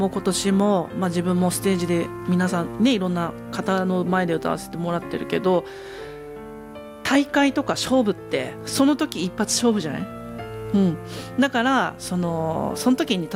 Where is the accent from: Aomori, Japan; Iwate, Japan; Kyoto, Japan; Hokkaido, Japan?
Aomori, Japan; Tsugaru; born or raised there